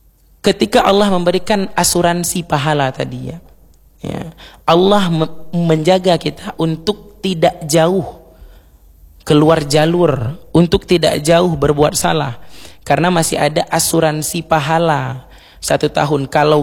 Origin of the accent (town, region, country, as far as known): Aceh, Indonesia; now in Banda Aceh, Indonesia